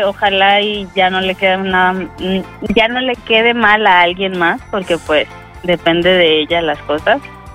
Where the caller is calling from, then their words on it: Guadalajara, Jalisco, Mexico; de Guadalajara